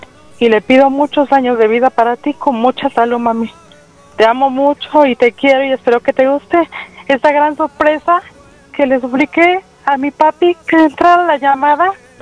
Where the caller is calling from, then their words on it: Ecatepec, State of Mexico, Mexico; Santo Tomás, Chiconautla.